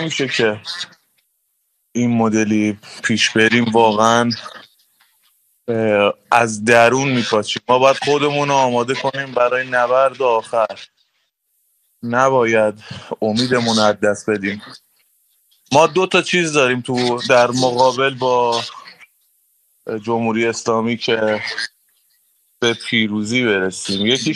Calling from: Iran; ما هممون ایرانیم از هر قومی.

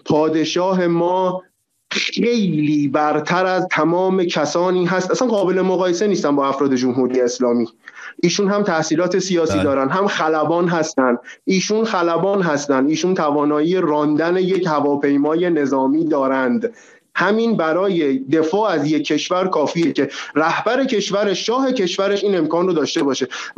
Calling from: Iran; حالا ما داخل ایرانیم

